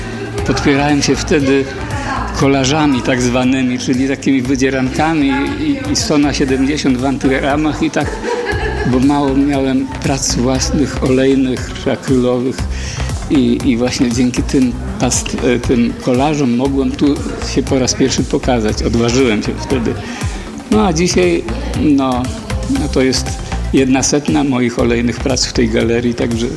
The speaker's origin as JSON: {"language": "Polish", "town": "Lubawa", "region": "Warmian-Masurian Voivodeship", "country": "Poland", "tie": "born or raised there", "lives_now": "Złotowo, Poland", "said": "Ale mieszkałem w Lubawie, urodzony jestem w Lubawie od 18 lat. Jestem pobudowany w Złotowie, nawet za Złotowem ostatnia chata za wsią"}